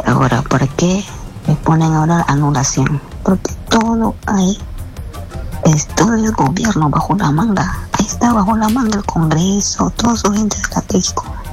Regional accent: Lima, Peru; Soy de Lima.

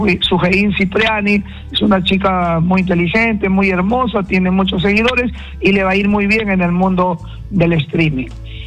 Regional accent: Chiclayo, Lambayeque, Peru; yo que soy de Chiclayo

